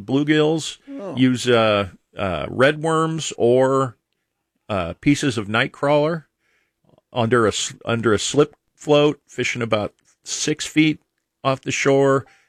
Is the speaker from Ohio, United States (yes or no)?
yes; Akron, Ohio, United States; born there